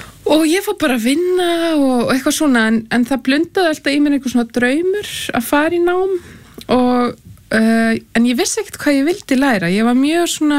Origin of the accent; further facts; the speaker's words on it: Hagi, Northeastern Region, Iceland; Ég er úr Haga í aðdal